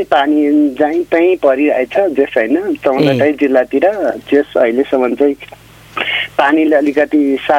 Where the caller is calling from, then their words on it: Ilam, Koshi Province, Nepal; अहिले इलामबाट बोलिरहेको छु।